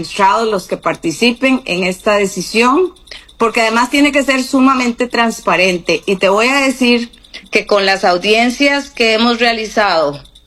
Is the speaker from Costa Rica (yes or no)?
yes; Costa Rica